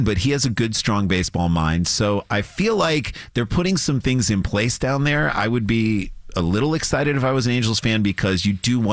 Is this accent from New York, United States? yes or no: no; St. Louis, Missouri, United States; As we grew up in St. Louis and as St. Louis Cardinals fans